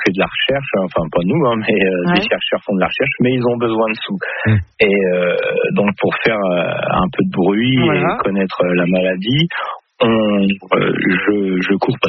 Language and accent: French; Normandy, France; Alors on est normand, c'est pour ça qu'on va souvent